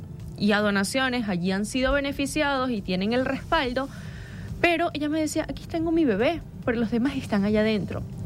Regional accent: Venezuela; Jamás como venezolanos hemos estado solos.

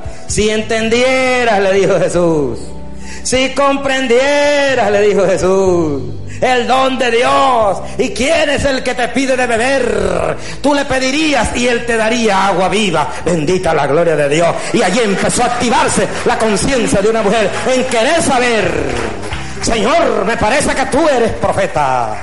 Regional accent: Los Llanos, Venezuela; Yo soy carnívoro, soy llanero, me gusta la carne en vara, término medio, con yuca y topocho verde.

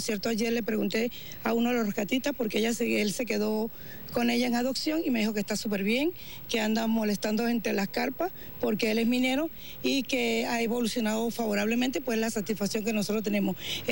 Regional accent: San Cristóbal, Táchira, Venezuela; nosotros venimos de San Cristóbal, estado Táchira, y llegamos 2 días después de este movimiento tan terrible que azotó el estado

